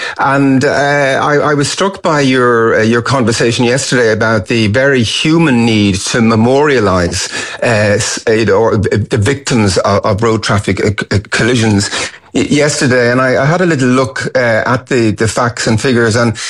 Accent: Kilmacud, Leinster, Ireland; I remember growing up in Kilmacud in the 60s, and there was a very famous tragic accident involving a bubble car

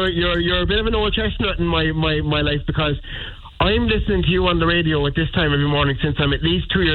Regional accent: England, United Kingdom; I'm an English.

